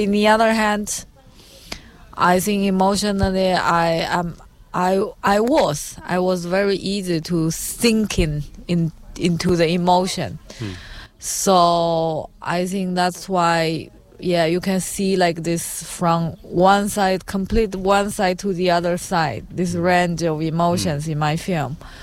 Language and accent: English; China; English is a second language; now in Poland; like because I come from China and I see so empty street.